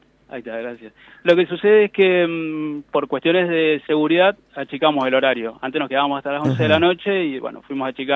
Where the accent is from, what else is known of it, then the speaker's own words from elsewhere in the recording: Mendoza, Argentina; moved away; also born or lived in Comodoro Rivadavia, Chubut; Sí, de acá. Sí. Mendocino nada más que vivimos mucho tiempo fuera de la provincia.